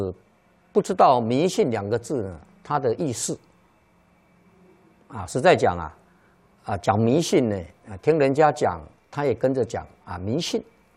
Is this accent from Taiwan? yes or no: no; China; 那么我们中国人呢，啊，中国的古人呢，啊，都有一个观念，落叶归根呐